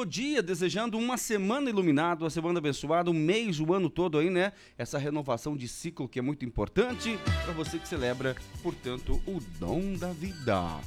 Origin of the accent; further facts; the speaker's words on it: Brazil; Sou brasileiro, por que não?